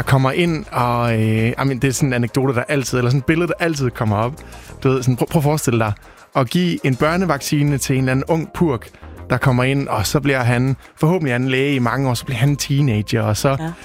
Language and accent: Danish; Central Denmark Region, Denmark; Det vil simpelthen være så fint at komme ud. Altså, jeg kommer fra Djursland af.